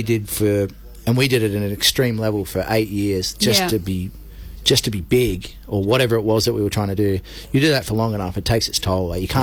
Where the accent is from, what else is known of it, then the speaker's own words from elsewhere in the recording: Kalgoorlie, Western Australia, Australia; This song actually reminds me of growing up in Kalgoorlie